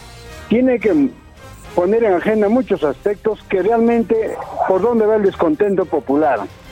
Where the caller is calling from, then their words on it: Peru; nosotros como ciudadanos y como peruanos nos hemos dado cuenta que el Perú está partido en dos.